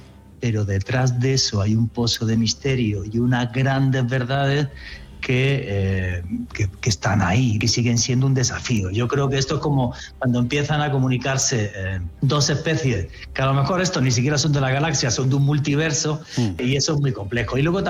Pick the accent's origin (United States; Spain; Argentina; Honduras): Spain; pues soy español y tremendamente feliz de poder colaborar contigo